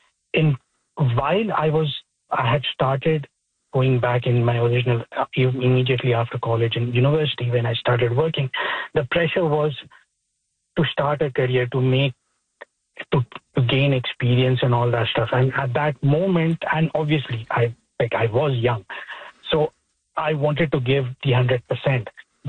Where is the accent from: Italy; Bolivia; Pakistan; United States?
Pakistan; also born or lived in UAE / Australia; now in Canada; I'm originally from Pakistan, and I've lived in the UAE, then Australia, and before moving to Canada.